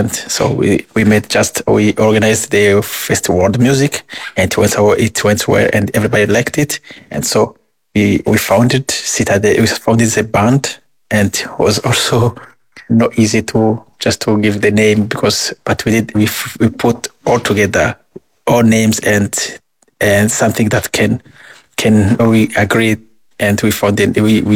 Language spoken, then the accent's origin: English; Burundi; moved away as an adult; now in Ireland; I'm from Burundi